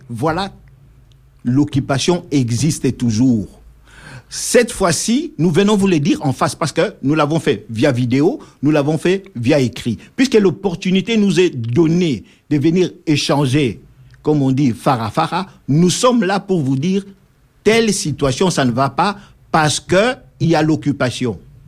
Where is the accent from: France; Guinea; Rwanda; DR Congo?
DR Congo; Nous sommes Congolais